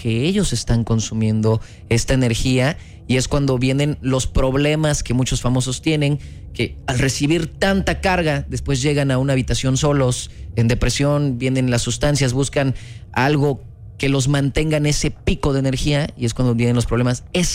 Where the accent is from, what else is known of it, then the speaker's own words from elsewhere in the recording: Mexico; esto es algo muy de nosotros los mexicanos, es parte de nuestra cultura, es parte de nuestra esencia